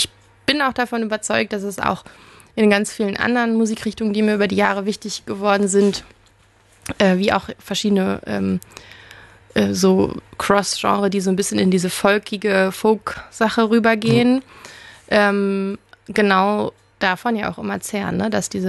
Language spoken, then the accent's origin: German; Oerlinghausen, North Rhine-Westphalia, Germany; Ich bin in Lippe in Oerlinghausen groß geworden.